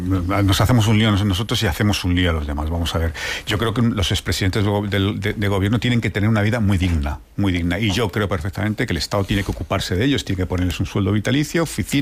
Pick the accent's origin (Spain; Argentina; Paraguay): Spain; porque yo como español no quiero que un expresidente de mi país esté investigado